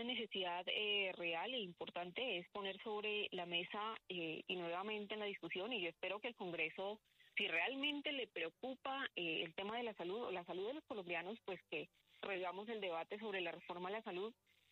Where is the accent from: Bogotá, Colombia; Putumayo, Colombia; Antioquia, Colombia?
Putumayo, Colombia; yo vengo del departamento del Putumayo